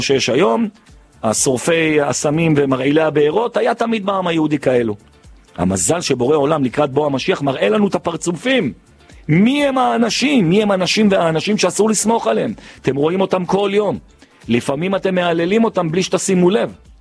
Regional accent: Jerusalem, Jerusalem District, Israel; עכשיו אני ירושלמי, נולדתי קצת מוזר. לא יודע, אני אוהב את ירושלים בצורה דבילית לגמרי.

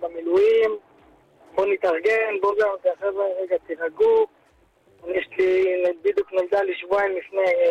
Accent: Southern District, Israel; born there; now in Petah Tikva, Israel; אבל במקור, אני מקיבוץ סופה בעוטף עזה.

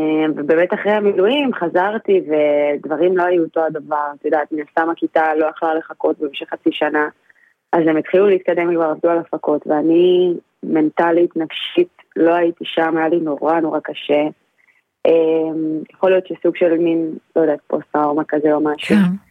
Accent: Netivot, Southern District, Israel; now in Tel Aviv, Israel; אני בת 28, במקור אני מנתיבות, היום אני גרה בתל אביב

